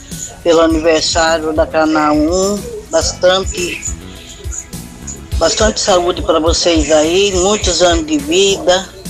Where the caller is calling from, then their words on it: Brazil; da Estância Verde Flora.